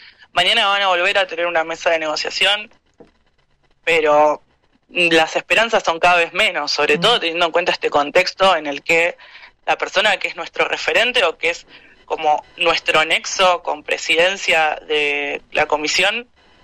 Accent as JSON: {"language": "Spanish", "region": "Chubut", "country": "Argentina", "moved": "yes", "lives_now": "Bariloche, Argentina", "said": "No, yo soy de Chubut."}